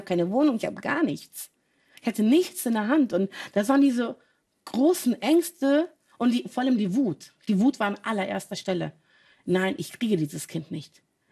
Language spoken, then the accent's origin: German; Germany; ich bin ja sehr westlich aufgewachsen. Ich bin da in Deutschland aufgewachsen.